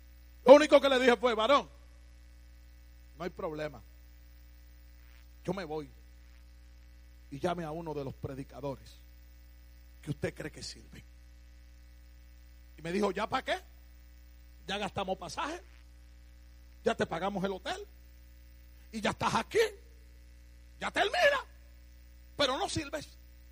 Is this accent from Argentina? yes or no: no; Loíza, Puerto Rico; Me expulsaron de la única escuela superior que en aquella época había en mi pueblo de Loíza.